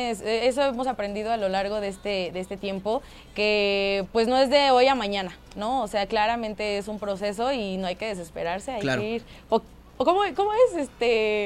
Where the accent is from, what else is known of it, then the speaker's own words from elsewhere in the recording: Mexico City, Mexico; Soy de Ciudad de México.